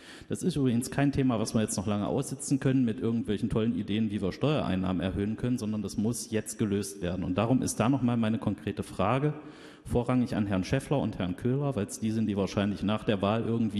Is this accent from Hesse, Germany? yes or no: no; Saxony-Anhalt, Germany; Ich komme aus Mansfeld-Südharz.